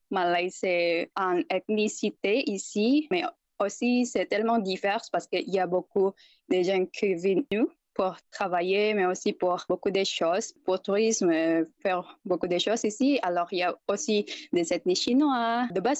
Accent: Batam, Riau Islands, Indonesia; j'ai 24 ans, je viens de l'île de Batam en Indonésie

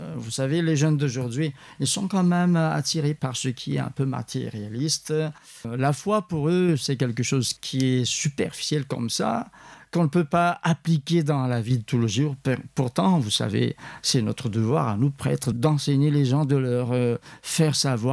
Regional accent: Antananarivo, Analamanga, Madagascar; et maintenant il est prêtre, dans le diocèse d'où je venais, de Tana.

